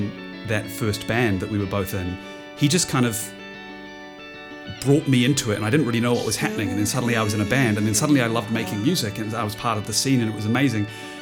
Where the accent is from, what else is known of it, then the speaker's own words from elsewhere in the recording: Auckland, New Zealand; also born or lived in Wellington; Like for me, I had lived in Wellington before and I grew up in Auckland.